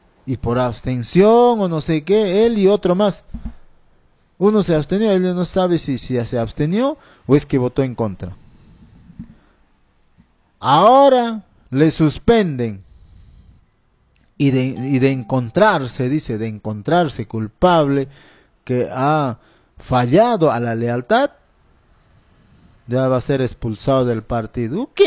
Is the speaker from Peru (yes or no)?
yes; Jauja, Junín, Peru; como yo soy de Jauja